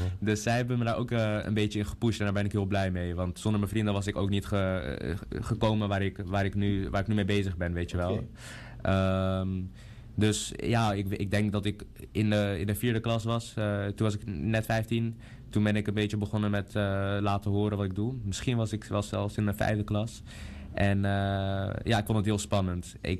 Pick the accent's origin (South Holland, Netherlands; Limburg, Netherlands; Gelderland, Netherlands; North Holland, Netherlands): North Holland, Netherlands; Ik kom uit Noord-Holland, dus ik speelde dan tegen de mensen uit Noord-Holland.